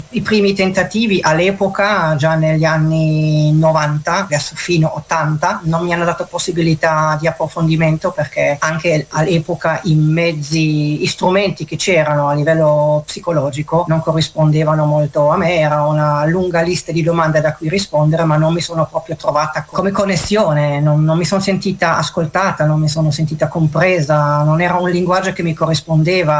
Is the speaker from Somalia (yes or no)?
no; Germany; Germania.